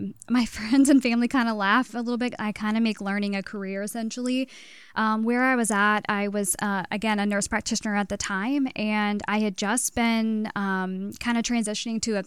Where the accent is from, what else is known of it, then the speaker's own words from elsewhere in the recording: Eldorado, Illinois, United States; So I grew up in El Dorado, which is a rural community in Southern Illinois.